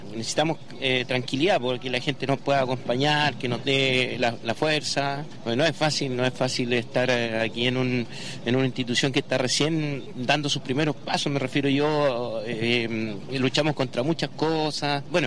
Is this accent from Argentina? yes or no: no; Angol, Araucanía, Chile; No, soy de Angol igual.